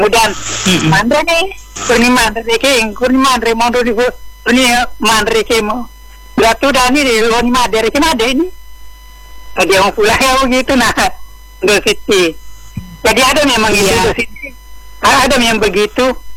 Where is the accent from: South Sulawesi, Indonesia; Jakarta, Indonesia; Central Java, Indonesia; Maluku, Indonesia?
South Sulawesi, Indonesia; Soppeng; born there; kalau saya di kampus saya di Sopeng, tempat kelahiran saya, ada namanya Palang di situ Indo City.